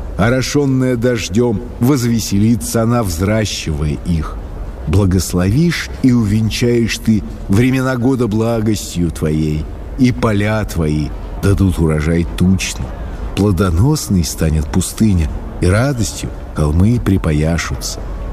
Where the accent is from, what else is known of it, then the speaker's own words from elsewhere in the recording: Moscow, Russia; Нет, я потомственный москвич.